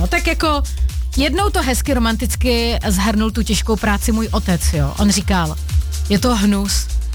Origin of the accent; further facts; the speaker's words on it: Havířov, Moravian-Silesian Region, Czechia; A nakonec jsem vyrůstala v getu v Havířově